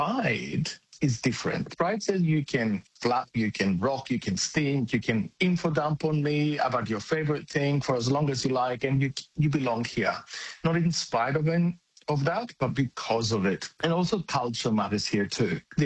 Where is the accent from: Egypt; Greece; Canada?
Greece; moved away; I grew up in Greece